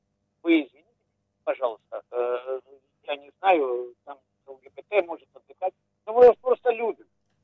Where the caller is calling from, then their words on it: Ashdod, Southern District, Israel; Я из Аждода.